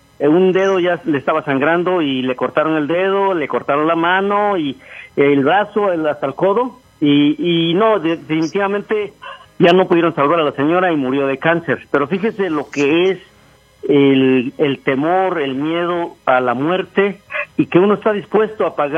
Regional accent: Mexico; paisano, digo porque somos de México

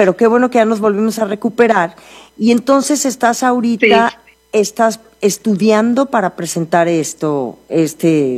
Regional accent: Mexico; Sí, así somos. Así somos los mexicanos.

